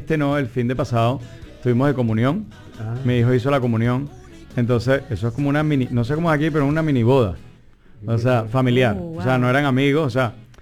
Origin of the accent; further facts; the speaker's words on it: Venezuela; yo soy venezolano y hablo venezolano.